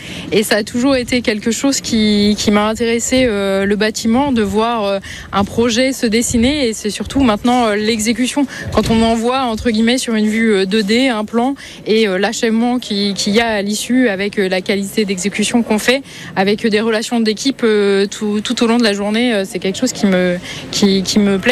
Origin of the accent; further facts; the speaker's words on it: Rouen, Normandy, France; Nous, on est de Rouen.